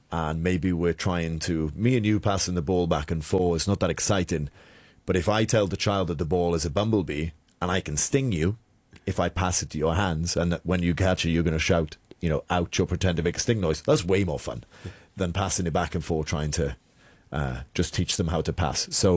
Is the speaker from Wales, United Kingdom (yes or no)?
yes; Wales, United Kingdom; now in Hong Kong; I'm from Wales, we're a 3 million strong nation